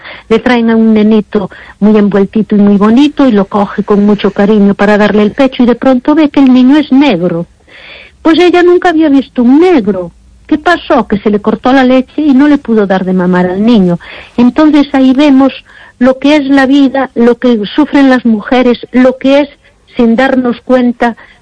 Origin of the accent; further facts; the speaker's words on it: Galicia, Spain; Mira, hay cosas, por ejemplo, que nosotros que somos tan gallegos